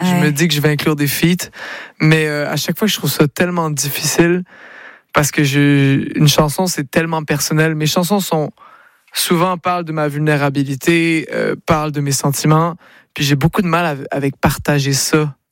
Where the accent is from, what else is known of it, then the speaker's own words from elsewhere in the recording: Quebec, Canada; Je suis un vrai Québécois. Moi, j'aime les gens du Québec et j'adore l'Europe.